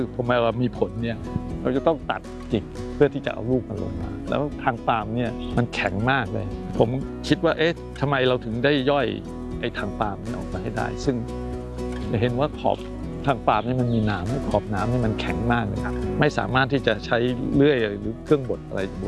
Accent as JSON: {"language": "Thai", "town": "Lang Suan", "region": "Chumphon", "country": "Thailand", "tie": "born there"}